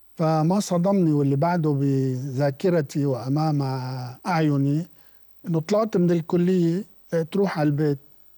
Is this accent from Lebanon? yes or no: yes; Beirut, Beirut Governorate, Lebanon; also born or lived in Kuwait; انتقلنا من الكويت ببداية طفولتي يعني لحد الست سبع سنين، وثم عاد من الكويت وسكن في بيروت. يعني نحن لم نسكن بصورة مستمرة في جنوب لبنان.